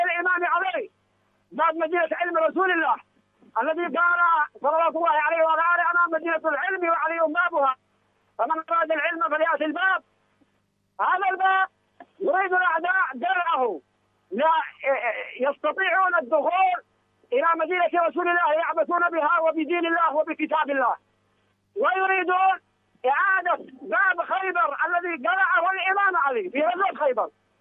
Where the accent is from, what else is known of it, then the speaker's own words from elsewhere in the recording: Yemen; أحدثك من بين الألوف المؤلفة في ساحة الغدير في ساحة محلة بني أسد عزلة حق مديرة المحابشة